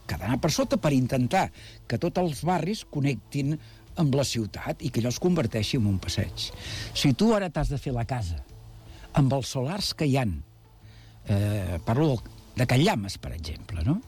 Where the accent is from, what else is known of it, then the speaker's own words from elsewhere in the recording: Badalona, Catalonia, Spain; però com a badaloní i la gent de Canyet no podrà regar els horts.